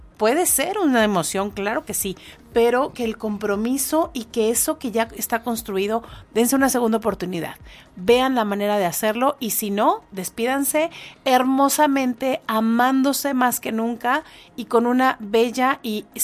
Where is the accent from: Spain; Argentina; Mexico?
Mexico; Morelos; Dicen que así somos los de Morelos